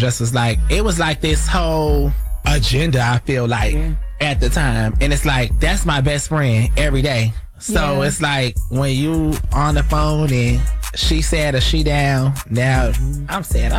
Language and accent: English; Florida, United States; born or raised there